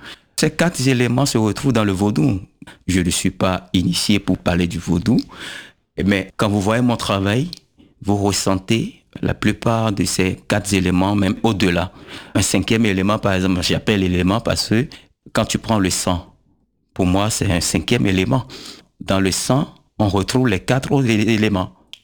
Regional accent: Abomey, Zou, Benin; j'ai grandi à Abomey où il y a pas mal de cérémonies qui se passent

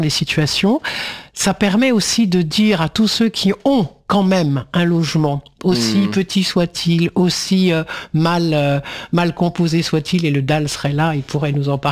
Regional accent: France; parce que je suis français

